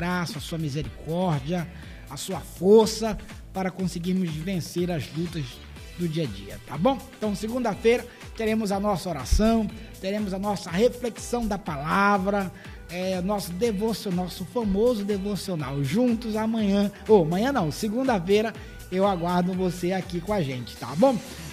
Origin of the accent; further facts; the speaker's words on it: Roraima, Brazil; nós, Roraimense